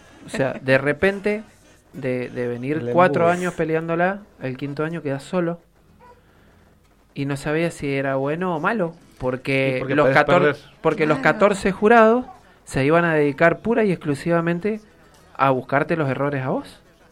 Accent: Mendoza, Argentina; Pero como mendocino en la fiesta máxima

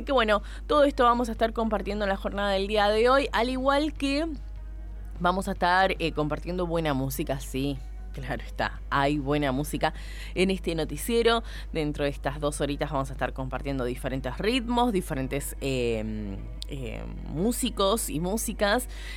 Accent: José C. Paz, Buenos Aires Province, Argentina; Somos de José C. Paz, somos de la zona de Pilar, somos de la zona de Moreno, de San Miguel, de Malvinas Argentinas.

